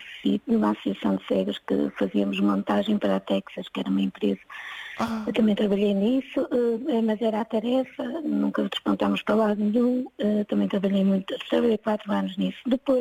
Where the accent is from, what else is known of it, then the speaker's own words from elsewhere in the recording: Vila do Conde, Norte, Portugal; now in Viseu, Portugal; Não, sou natural de Vila do Conde.